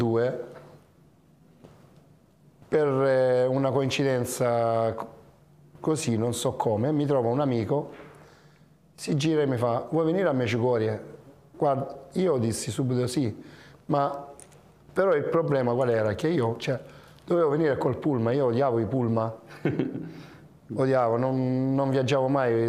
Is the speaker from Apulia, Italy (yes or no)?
yes; Melissano, Apulia, Italy; Io vengo da Melissano in provincia di Lecce, nel Salento, nel Basso Salento, vicino Leuca, tra Gallipoli e Leuca.